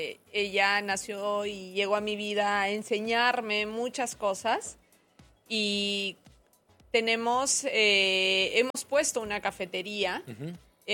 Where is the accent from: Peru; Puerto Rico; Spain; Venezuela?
Peru; Arequipa; now in Lima, Peru; Nosotras somos de Arequipa. Y mis papás tuvieron un restaurante en Arequipa, grande, en Arequipa.